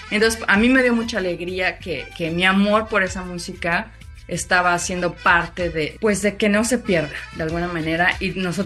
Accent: Mexico; moved away; como mexicana y como vi desde acá

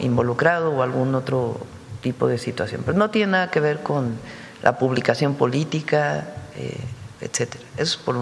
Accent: Mexico; porque somos mexicanos y porque soy la presidenta de México.

